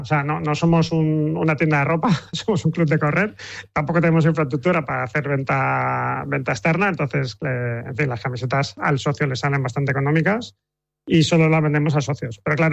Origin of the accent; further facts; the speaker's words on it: Elche, Valencian Community, Spain; donde vayamos queremos que la gente sepa que somos de Elche.